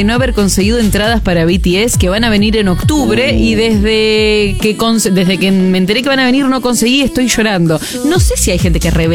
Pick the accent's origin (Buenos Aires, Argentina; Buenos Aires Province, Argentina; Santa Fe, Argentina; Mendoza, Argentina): Santa Fe, Argentina; Carcarañá; Soy de Carcaraña.